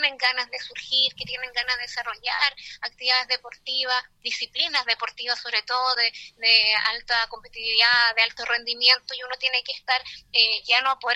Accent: Palmilla, O'Higgins, Chile; yo soy de la comuna de Palmilla

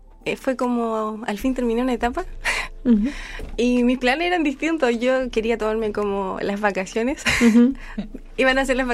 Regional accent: Chillán, Ñuble, Chile; born there; Soy de Chillán.

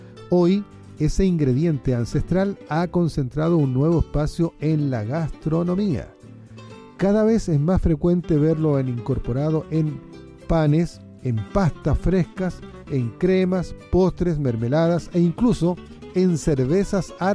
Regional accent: Chile; es importante tener ese privilegio de nosotros como chilenos

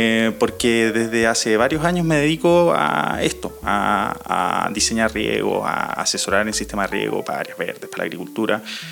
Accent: Pirque, Santiago Metropolitan Region, Chile; moved away as an adult; also born or lived in La Florida; now in San Bernardo, Chile; O sea, nací en la Florida, pero mi parte de la vida que recuerdo está en Pirque.

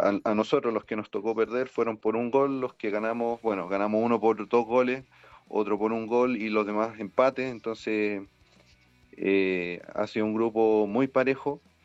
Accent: Puerto Montt, Los Lagos, Chile; yo soy de Puerto Montt, jugué en Deportes Puerto Montt

